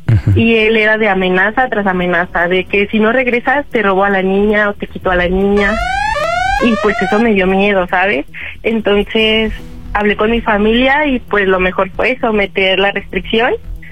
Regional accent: Álvaro Obregón, Mexico City, Mexico; Tengo 22 y soy de la Álvaro Obregón.

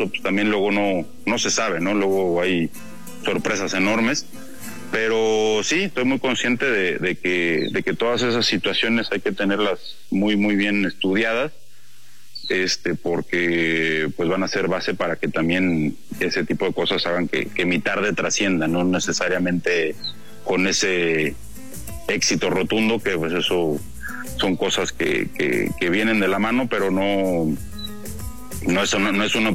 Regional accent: San Luis Potosí, Mexico

